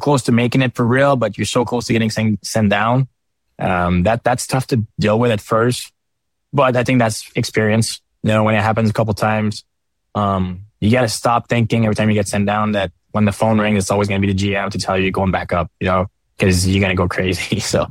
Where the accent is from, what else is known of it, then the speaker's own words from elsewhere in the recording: Canada; start skating at 3, start playing at 4 in my hometown, and, graduated the level. Normally as a kid, played Timbits, as we call them back home